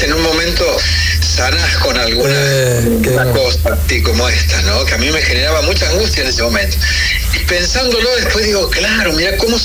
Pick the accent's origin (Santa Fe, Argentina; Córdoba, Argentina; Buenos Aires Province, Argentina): Córdoba, Argentina; Huinca Renancó; Yo soy oriundo de Huinca Rancó, sí. Y para la audiencia que no conoce dónde queda, es al sur de la provincia de Córdoba, y yo siempre digo, ya lindando con la Pampa.